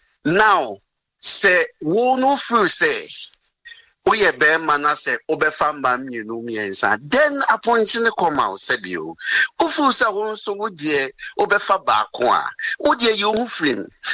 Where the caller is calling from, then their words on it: Ashalaja, Greater Accra, Ghana; I'm calling from Ashalaja.